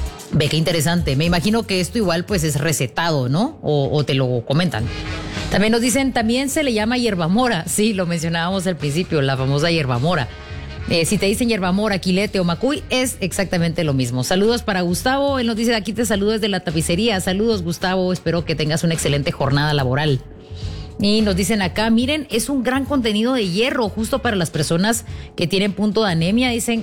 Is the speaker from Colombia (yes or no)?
no; Guatemala; Yo sé, hoy no es lunes, pero como buen chapín, aunque haya calor, tomamos caldito de macuy, ¿sí o no?